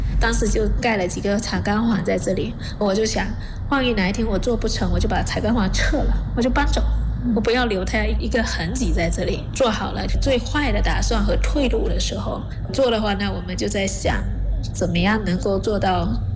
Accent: Fujian, China; 然后而且我从福建来的，很喜欢吃新鲜，不喜欢冰冻的好

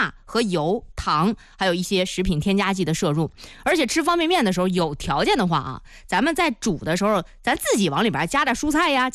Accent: northern China, China; 咱们北方人啊，

